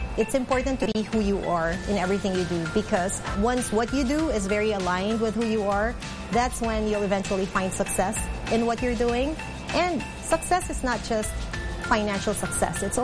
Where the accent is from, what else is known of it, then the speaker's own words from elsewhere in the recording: Philippines; English is a second language; I grew up in the Philippines, and I belong to a family of chocolate lovers.